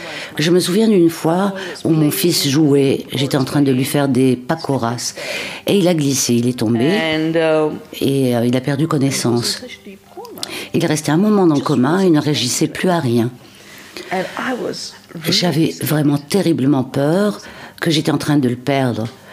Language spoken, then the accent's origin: French; Dehradun, Uttarakhand, India; J'ai grandi à Dehradun, qui est proche de Rishikesh, et donc de Swami Shivananda.